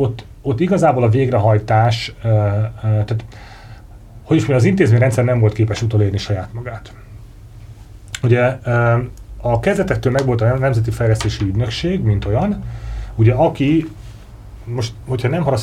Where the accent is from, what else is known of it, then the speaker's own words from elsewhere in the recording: Hungary; mi magyarok vagyunk